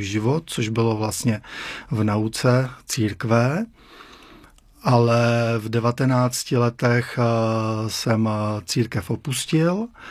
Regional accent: Chrast, Pardubice Region, Czechia; Jsem z Chrasti u Chrudimi.

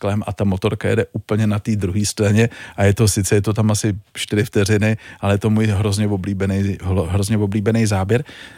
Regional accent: Prague, Czechia; já jsem jako Pražák, narodil jsem se v Praze

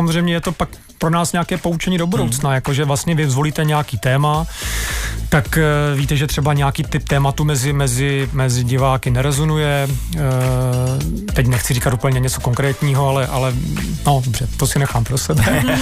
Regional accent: Moravia, Czechia; now in Prague, Czechia; Já třeba, že pocházím z Moravy, když tam prostě přijedu do těch vesniček trochu konzervativnějších

